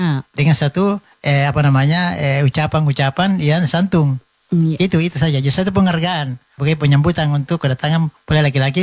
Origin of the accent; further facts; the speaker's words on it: Makassar, South Sulawesi, Indonesia; Jadi ini suatu tradisi bagi kita orang Makassar, pada umumnya daerah ini Bantaeng, Jeneponto, Takalar, Makassar, Maros.